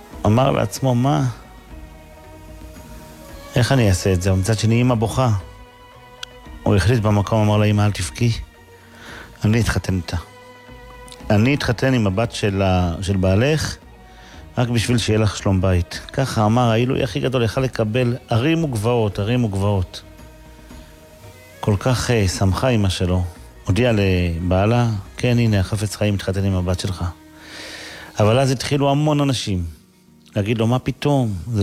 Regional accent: Kiryat Ata, Haifa District, Israel; כשהייתי ילד קטן בקריית אתא

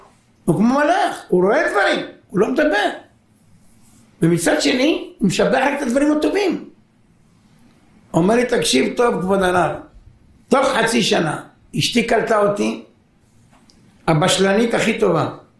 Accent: Haifa, Haifa District, Israel; אני בא להורים שלי גרו בחיפה. אני בא מחיפה.

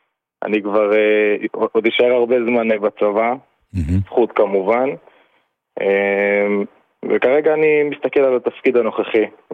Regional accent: Ashdod, Southern District, Israel; ממשפחה רגילה לחלוטין, מאשדוד בארץ.

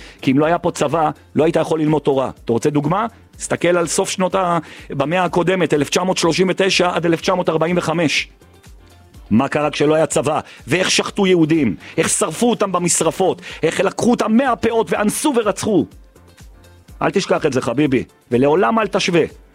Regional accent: Jerusalem, Jerusalem District, Israel; הוריי דתיים, משפחתי, המשפחה שלי, אני גדלתי עם חרדים, במאה שערים, אני גדלתי ברחוב הנביאים, שזה בסמוך למאה שערים, וגדלתי עם האשכנזים והמזרחים במאה שערים.

